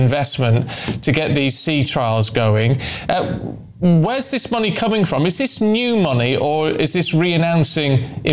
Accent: Barrow-in-Furness, North West England, United Kingdom; my hometown of Barrow-in-Furness

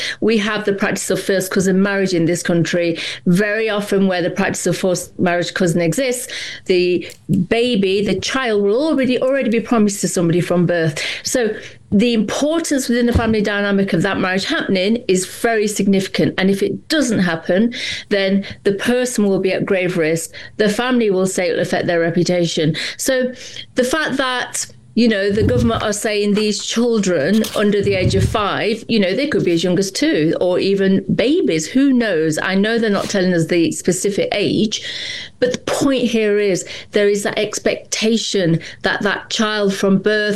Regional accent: England, United Kingdom; I was born in Britain. I'm one of seven sisters. My parents were Indian, Sikh, and we went to school here in England

